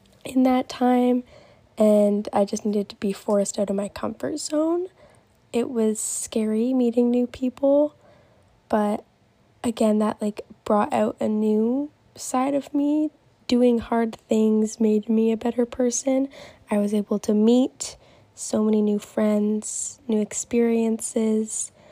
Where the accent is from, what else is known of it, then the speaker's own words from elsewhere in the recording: Maple Ridge, British Columbia, Canada; As before, when I grew up in Maple Ridge, they were mostly all my childhood friends.